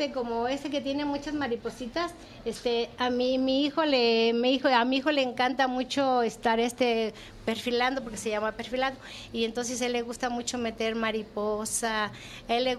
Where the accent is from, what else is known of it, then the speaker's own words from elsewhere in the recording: Michoacán, Mexico; Yo vengo representando la comunidad de Surumútaro, municipio de Pátzcuaro.